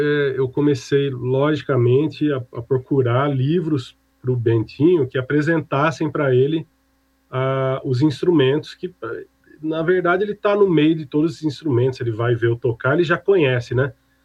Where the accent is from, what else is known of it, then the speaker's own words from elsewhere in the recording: Piracicaba, São Paulo, Brazil; Eu sou do interior de São Paulo, sou nascido e criado em Piracicaba